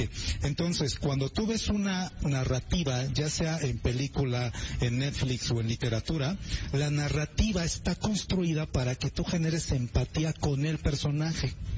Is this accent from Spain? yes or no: no; Mexico; En México somos todavía tendemos a ser muy perjuiciosos